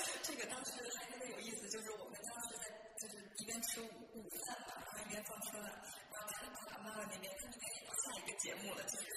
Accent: Beijing, China; 我们家是北京的，

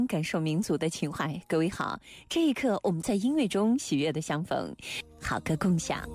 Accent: Xinjiang, China; 我的家乡，我出生长大的地方，西北的新疆，那一片热土，那一块多彩的土地。

